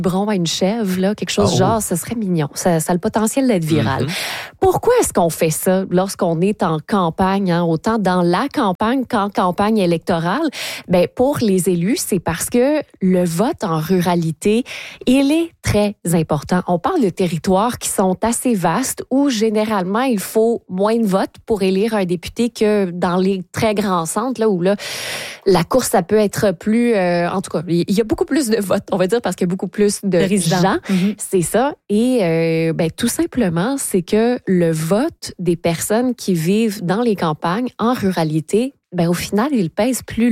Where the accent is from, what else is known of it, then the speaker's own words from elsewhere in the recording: Quebec, Canada; à Saint-Tite, chez nous en Mauricie